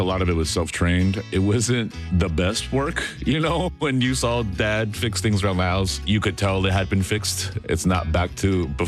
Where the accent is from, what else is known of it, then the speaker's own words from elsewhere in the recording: Houston, Texas, United States; I grew up in Houston, Texas. The house was built sometime in the 70s.